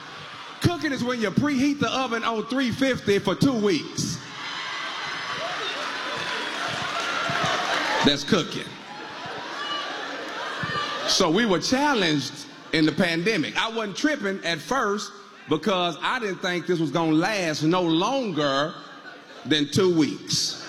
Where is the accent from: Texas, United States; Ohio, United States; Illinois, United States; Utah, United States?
Texas, United States; Houston; I'm from Houston, Texas. I'm from H-Town.